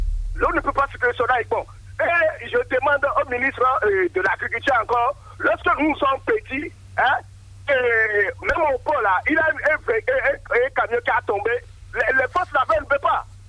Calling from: Togba, Atlantique, Benin; Chez nous, en Togbo

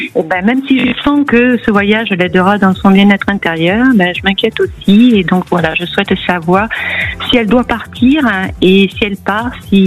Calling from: Nouvelle-Aquitaine, France; J'appelle du Pays Basque.

